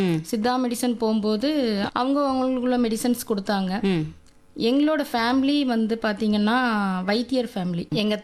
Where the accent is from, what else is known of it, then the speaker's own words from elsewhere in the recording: Tirunelveli district, Tamil Nadu, India; நான் BA Tamil literature முடிச்சிருக்கிறேன். Tirunelveli மாவட்டம் சுத்தம்பள்ளி கிராமத்திலிருந்து வரேன்.